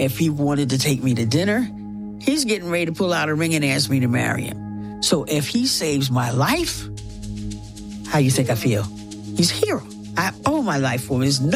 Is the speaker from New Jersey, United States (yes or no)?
yes; Teaneck, New Jersey, United States; also born or lived in Topeka, Kansas / Orlando, Florida; I was raised in Teaneck, New Jersey, three blocks from the … We all grew up together. Going between Teaneck, New Jersey, Topeka, Kansas, and Orlando, Florida, those are the places that I grew up.